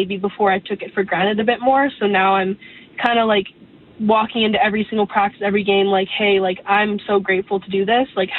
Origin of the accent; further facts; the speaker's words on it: Canada; my first year that I get to play is with my hometown.